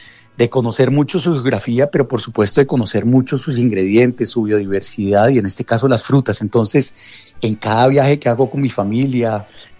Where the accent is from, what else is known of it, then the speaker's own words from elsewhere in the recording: Colombia; Entonces, uno como colombiano, pues sí, de pronto conoce unas 30, 40 que puede encontrar